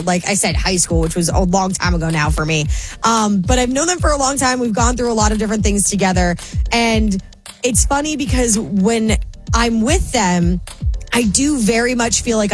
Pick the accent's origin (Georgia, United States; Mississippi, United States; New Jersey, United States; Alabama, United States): New Jersey, United States; accent: Jersey; when I drink, my Jersey accent comes out more.